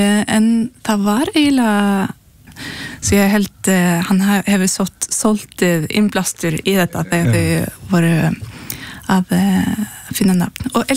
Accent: Oslo, Norway; Já, ég aln upp í Oslo og svo bjó ég hér í Reykjavík þegar ég var 11 ára í eitt ár.

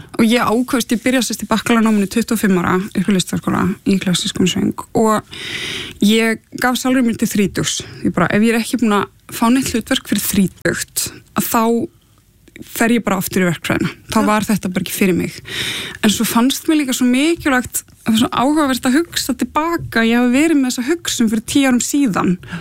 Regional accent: Gothenburg, Västra Götaland County, Sweden; born or raised there

